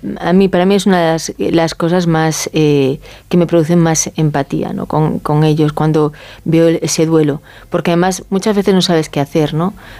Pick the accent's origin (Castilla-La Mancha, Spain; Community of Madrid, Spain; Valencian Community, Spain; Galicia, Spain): Galicia, Spain; moved away